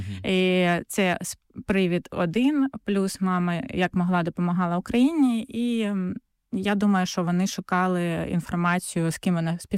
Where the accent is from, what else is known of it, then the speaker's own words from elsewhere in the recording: Melitopol, Zaporizhzhia Oblast, Ukraine; Так, з 25 на 26 вересня 23-го року ми з Мелітополя, спочатку скажу